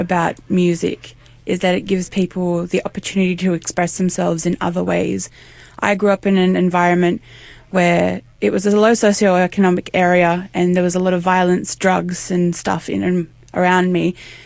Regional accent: Sydney, New South Wales, Australia; I'm from Sydney.

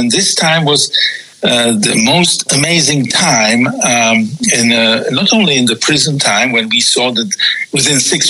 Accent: Czechia; first language Czech; English is a second language; My mother language is Czech

